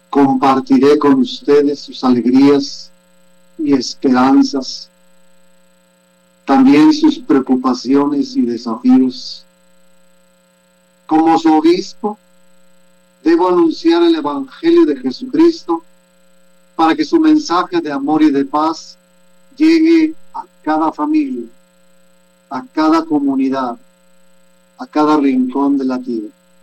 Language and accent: Spanish; Irapuato, Guanajuato, Mexico; also born or lived in León / Gómez Palacio / Ciudad Juárez; en la diócesis de donde salí, de Irapuato